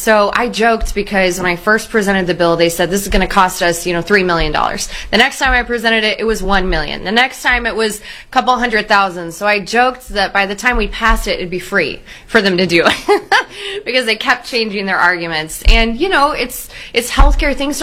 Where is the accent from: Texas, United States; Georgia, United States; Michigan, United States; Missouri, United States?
Texas, United States; Round Rock; born or raised there